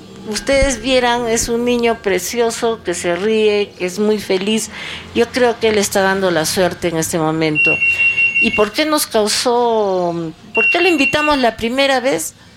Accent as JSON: {"language": "Spanish", "region": "Arequipa", "country": "Peru"}